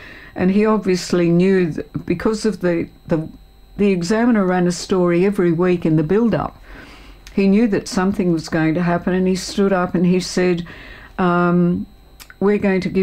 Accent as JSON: {"language": "English", "town": "Hobart", "region": "Tasmania", "country": "Australia", "tie": "born or raised there", "moved": "as an adult"}